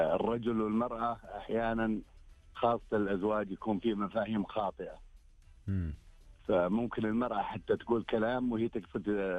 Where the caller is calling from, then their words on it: Riyadh, Riyadh Province, Saudi Arabia; من الرياض. الله يطول.